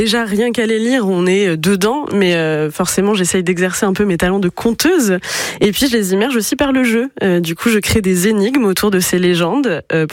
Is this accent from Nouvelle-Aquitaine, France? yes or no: no; Brittany, France; Donc, j'ai grandi en Bretagne